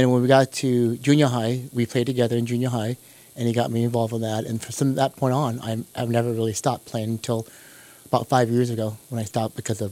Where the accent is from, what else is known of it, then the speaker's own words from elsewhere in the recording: San Francisco, California, United States; I grew up in San Francisco